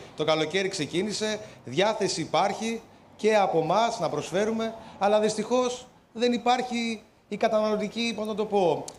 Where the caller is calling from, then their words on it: Kalamata, Peloponnese, Greece